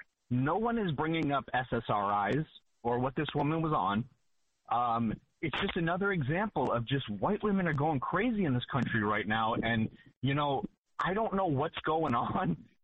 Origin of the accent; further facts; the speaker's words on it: Massachusetts, United States; now in Southern California, United States; I'm from Massachusetts. I live in Southern California right now.